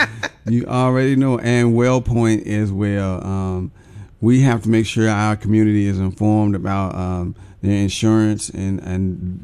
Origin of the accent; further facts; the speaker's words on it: Memphis, Tennessee, United States; I'm from the Haven